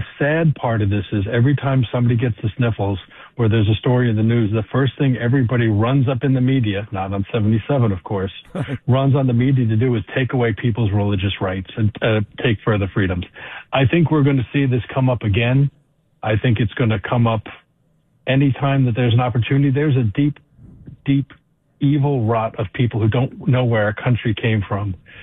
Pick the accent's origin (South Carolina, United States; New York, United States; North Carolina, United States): New York, United States; Staten Island; I'm originally from Staten Island of Brooklyn.